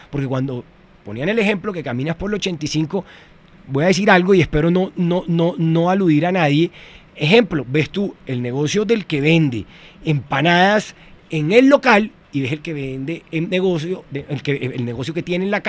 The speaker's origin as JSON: {"language": "Spanish", "region": "Córdoba", "country": "Colombia", "moved": "as an adult", "lives_now": "Bogotá, Colombia", "said": "Yo soy cordobés, pero llevo más de 20 años viviendo en Bogotá."}